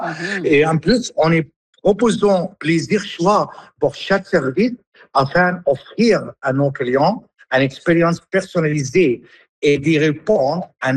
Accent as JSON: {"language": "French", "country": "France", "tie": "born or raised there", "said": "Pour moi personnel, comme j'ai grandi en France, j'adore les foie gras parfaits."}